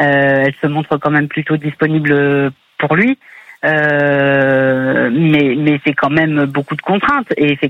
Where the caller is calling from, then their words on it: Hauts-de-France, France; J'habite dans le Nord.